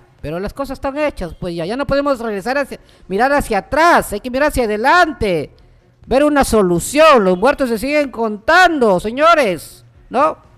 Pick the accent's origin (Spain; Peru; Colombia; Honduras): Peru